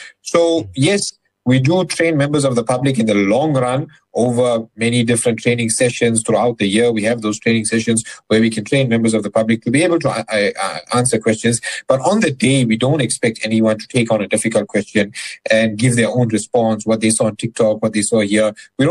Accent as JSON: {"language": "English", "town": "Durban", "region": "KwaZulu-Natal", "country": "South Africa", "said": "I'm from Durban"}